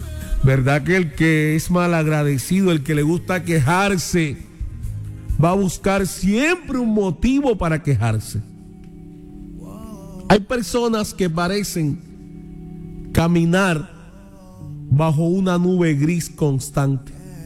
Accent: Arjona, Bolívar, Colombia; Como yo soy de Arjona Bolívar

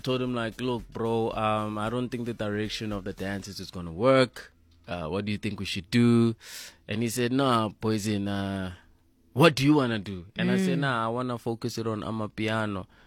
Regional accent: Daveyton, Gauteng, South Africa; I grew up in Davidton, called Skoti. Ikurleni was good.

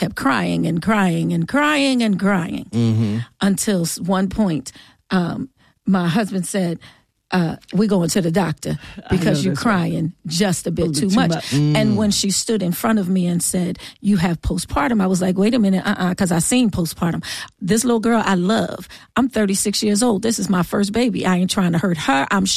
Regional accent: New Jersey, United States; also born or lived in Philadelphia; So I was born and raised in Jersey, but I've been Philly most of my life.

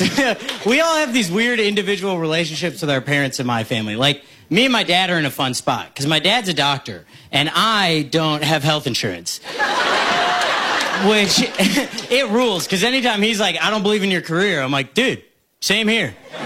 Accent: Midwest, United States; I'm from the Midwest, from a big old family. I'm one of eight kids

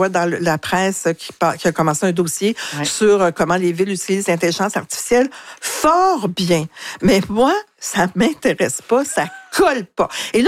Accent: Quebec, Canada; Alors donc, en tant que Québécois, ça ne devrait pas m'intéresser.

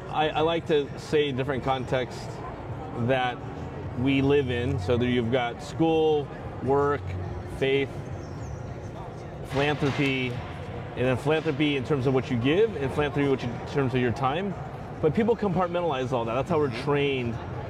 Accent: Alameda, California, United States; today's guest is also from my hometown of Alameda, near San Francisco, California.

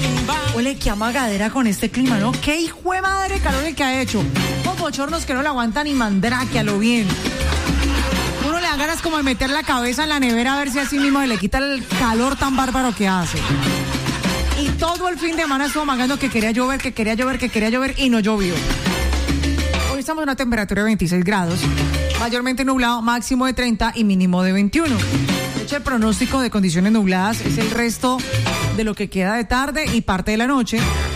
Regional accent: Cali, Valle del Cauca, Colombia; Nosotros somos caleños y nos gusta nuestro calorcito

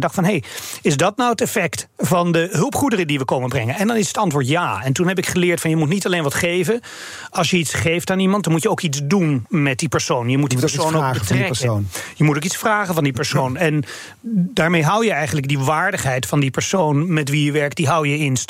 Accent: Noordwijk, South Holland, Netherlands; Ik ben een dorpeling uit Noordwijk, dus ik heb een andere realiteit.

